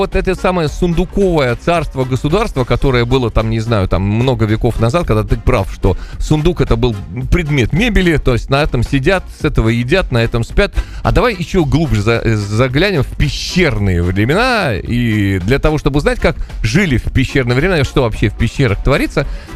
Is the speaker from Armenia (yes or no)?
no; Latvia; Мы выросли, ну, выросли вот в Латвии